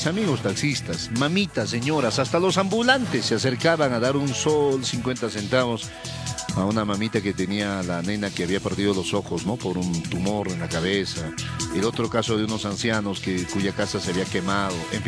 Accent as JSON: {"language": "Spanish", "region": "Cusco", "country": "Peru", "said": "Por eso mi abrazo a mi tierra bella"}